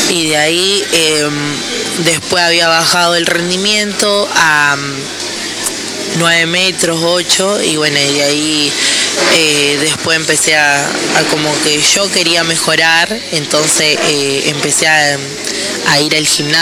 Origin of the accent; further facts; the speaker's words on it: Los Cardales, Buenos Aires Province, Argentina; yo igual soy de Exaltación de la Cruz de los Cardales.